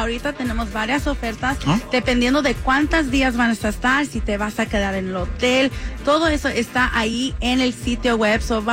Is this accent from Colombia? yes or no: no; Mexico; also born or lived in Tijuana; Como debe de ser, como mexicanos que somos.